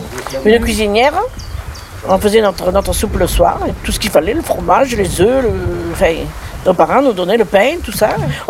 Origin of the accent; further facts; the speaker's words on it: La Forêt, France; born there; je venais de La Forêt.